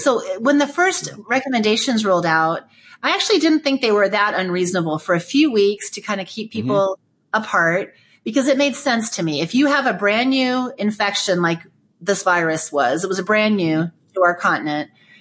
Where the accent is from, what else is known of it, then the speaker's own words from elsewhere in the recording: United States; born there; I was born here in the United States. I'm a naturally born American citizen. I love this country. I'm the daughter of parents who fled political persecution from behind the Iron Curtain of communism.